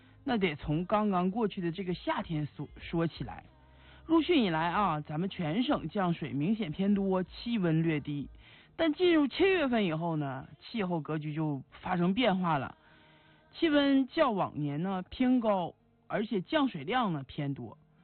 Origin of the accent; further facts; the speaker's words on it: Jilin, China; 咱们吉林人特别熟悉的秋日昆虫